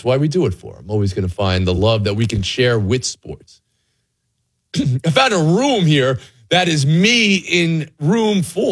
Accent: New Jersey, United States; This is Drazen Petrovic here. a player I grew up with in Jersey.

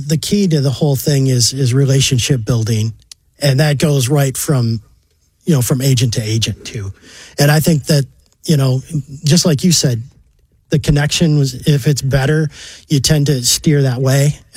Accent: Swartz Creek, Michigan, United States; Well, I'm originally from Michigan.

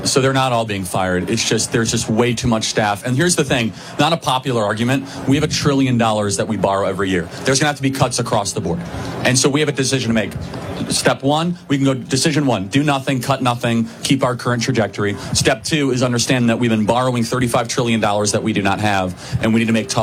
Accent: United States; We as the American people

